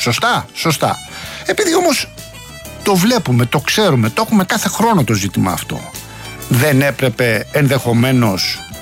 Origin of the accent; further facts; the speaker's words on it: Rafina, Attica, Greece; Την περασμένη Παρασκευή λέγαμε για τη Ραφίνα, την πατρίδα μου.